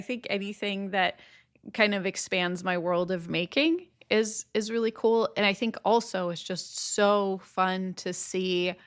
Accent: Stockholm, Stockholm County, Sweden; I am from Stockholm, Sweden

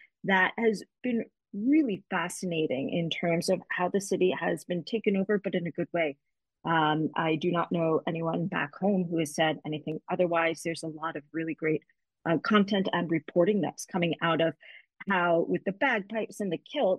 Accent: Boston, Massachusetts, United States; moved away; I'm originally from Boston

